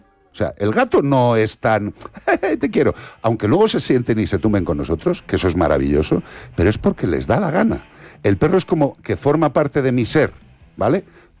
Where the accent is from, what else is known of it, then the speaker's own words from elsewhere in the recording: Madrid, Community of Madrid, Spain; born there; yo nací, yo nací en Madrid.